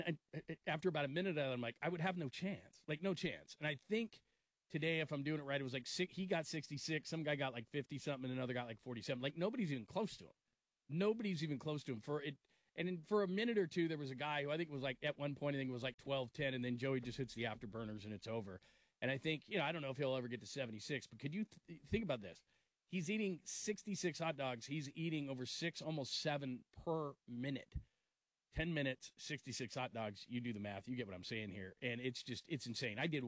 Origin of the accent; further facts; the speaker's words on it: California, United States; now in Phoenix, United States; I'm from the Bay Area, worked at KBR in the Bay Area for years and years and years.